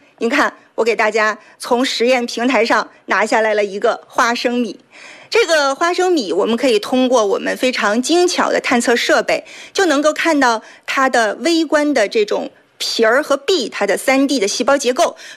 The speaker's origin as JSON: {"language": "Chinese", "country": "China"}